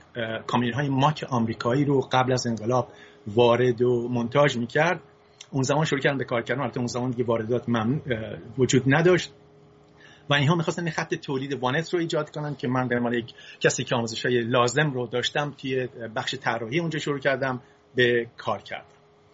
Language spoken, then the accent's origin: Persian; Isfahan, Iran; also born or lived in Fasa; من تو سال 1337 در شهر فاسا متولد شدم، یکی از شهرهای استان فارس. پدرم کارمند بانک بود و بعد از یکی دو سالم شد رفت تهران. یکی دو سال پدرم توی تهران بود و بعد اومد به اصفهان